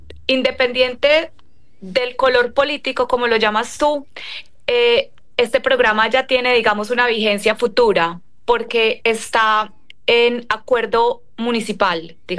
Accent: Medellín, Antioquia, Colombia; Cualquier persona que vivimos, que crecimos en Medellín, sabemos distinguir si un estruendo que suena es pólvora o ala. Nosotros crecimos con miedo

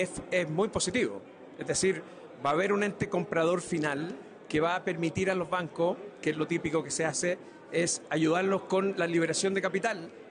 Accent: Spain; nosotros que somos españoles también

